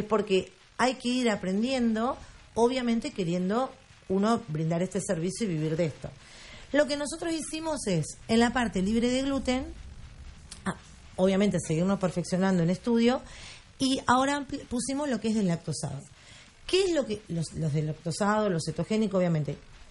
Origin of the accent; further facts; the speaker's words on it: Argentina; viste cómo somos los argentinos